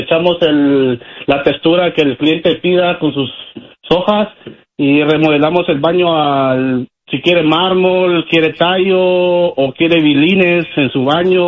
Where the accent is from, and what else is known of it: Guatemala; now in United States